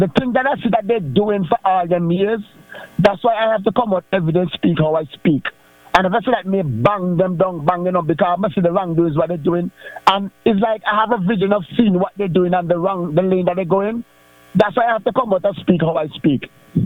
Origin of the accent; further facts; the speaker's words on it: Antigua & Barbuda; growing up in Antigua